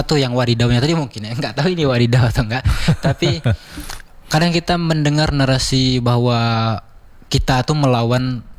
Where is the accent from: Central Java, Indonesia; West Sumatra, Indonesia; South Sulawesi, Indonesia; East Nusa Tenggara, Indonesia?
West Sumatra, Indonesia; sesama kita orang Minang